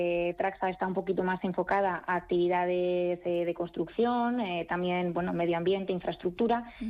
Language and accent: Spanish; León, Castile and León, Spain; moved away; yo soy del norte, de León, que me encanta mi ciudad y siempre que puedo vuelvo.